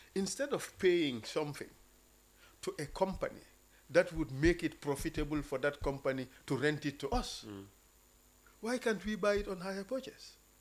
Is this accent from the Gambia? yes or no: yes; Gambia